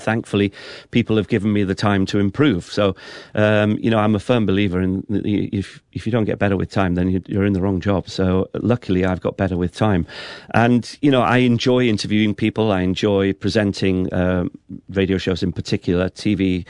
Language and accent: English; Wales, United Kingdom; I come from North Wales, so it was a bit of a trek down to South Wales, usually about 5 hours in the car.